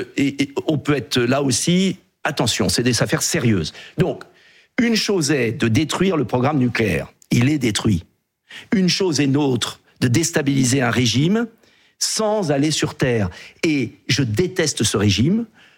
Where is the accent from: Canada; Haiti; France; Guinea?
France; Je suis français, donc je ne me permettrai pas d'intervenir dans la vie des pays.